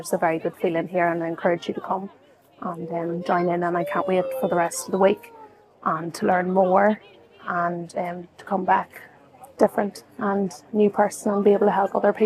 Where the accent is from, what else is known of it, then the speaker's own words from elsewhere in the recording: Ireland; I'm from Ireland and I have come over here to Medjugorje